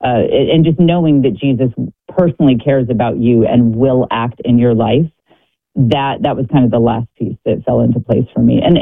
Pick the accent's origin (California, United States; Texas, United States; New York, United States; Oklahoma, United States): Texas, United States; Austin; I'm from Austin, Texas. I don't have any connection with Green Bay